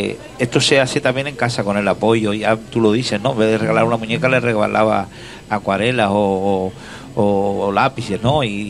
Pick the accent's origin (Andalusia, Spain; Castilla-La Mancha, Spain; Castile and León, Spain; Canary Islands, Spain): Canary Islands, Spain; como decimos en Canarias, nosotros si en algo nos denominamos es en hablar canario.